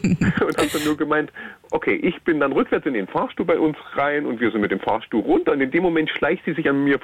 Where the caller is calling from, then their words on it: Thuringia, Germany; ich komme ja gar nicht aus eurem Sendegelände offiziell, ich komme ja aus Thüringen und ich bin auf mein Thüringen stolz.